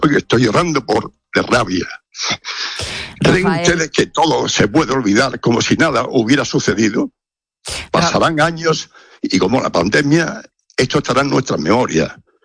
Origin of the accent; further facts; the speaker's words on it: Spain; Somos españoles tanto como vosotros.